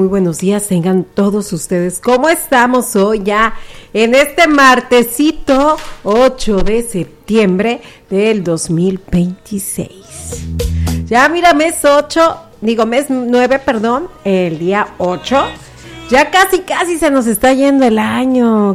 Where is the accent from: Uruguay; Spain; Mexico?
Mexico; Postergando, total, así somos los mexicanos.